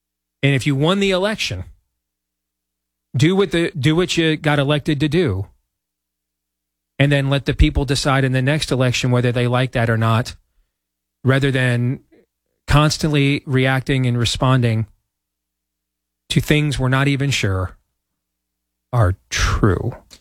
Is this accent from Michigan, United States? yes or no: yes; Michigan, United States; like it was in my home state of Michigan